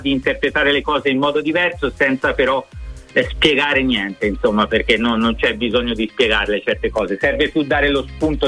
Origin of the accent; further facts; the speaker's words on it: Tuscany, Italy; nel mio caso che sono toscano, un babbo